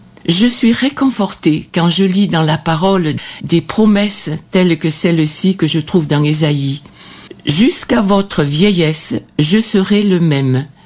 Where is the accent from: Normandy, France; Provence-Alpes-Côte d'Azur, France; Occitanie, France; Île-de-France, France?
Occitanie, France; Anduze; j'ai 83 ans. Je viens du sud, d'Anduze, dans le Gard.